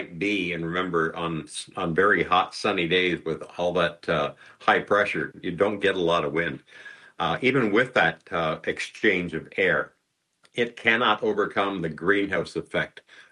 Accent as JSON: {"language": "English", "country": "Canada", "said": "as Canadian consumers"}